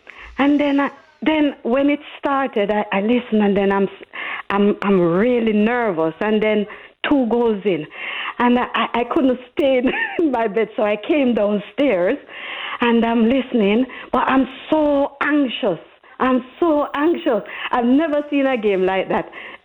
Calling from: Jamaica; I'm from Jamaica

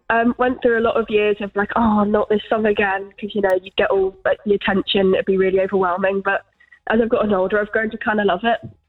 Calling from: Belfast, Northern Ireland, United Kingdom; also born or lived in Luton; I'm speaking to you all from Belfast.

